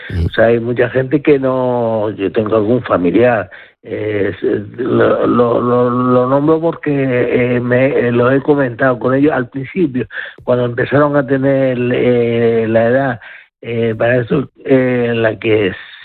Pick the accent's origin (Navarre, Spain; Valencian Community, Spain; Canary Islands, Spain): Canary Islands, Spain; Canarias que estamos abiertos todo el año.